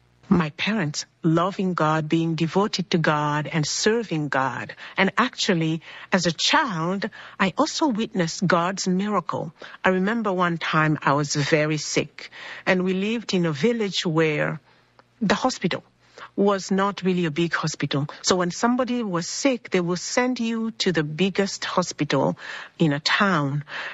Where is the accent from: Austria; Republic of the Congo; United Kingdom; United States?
Republic of the Congo; Brazzaville; I was born and raised in Congo Brazzaville.